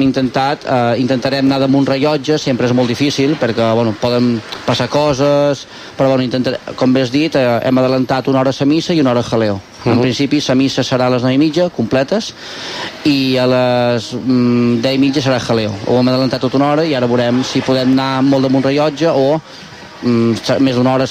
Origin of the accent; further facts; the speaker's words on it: Sant Lluís, Balearic Islands, Spain; soc molt de, sempre ho dic, soc molt de Sant Lluís